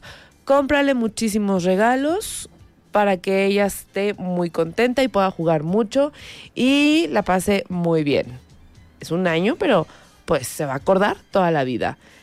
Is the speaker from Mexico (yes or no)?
yes; Mexico